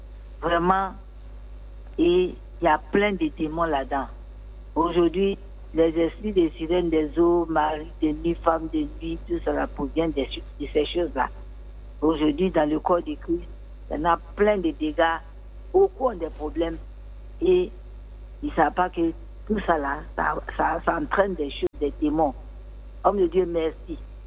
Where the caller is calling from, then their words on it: Grand-Bassam, Sud-Comoé, Côte d’Ivoire; chez moi, à Bassam